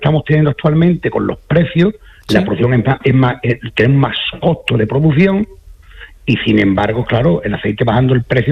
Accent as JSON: {"language": "Spanish", "town": "Villanueva de San Juan", "region": "Andalusia", "country": "Spain", "tie": "born or raised there", "said": "porque es curioso que mi pueblo, tú dices Villanueva de San Juan, y no sabe nadie ubicarlo donde está, ¿eh?"}